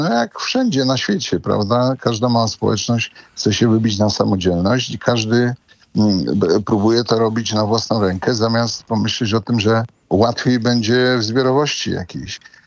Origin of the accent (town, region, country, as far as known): Silesian Voivodeship, Poland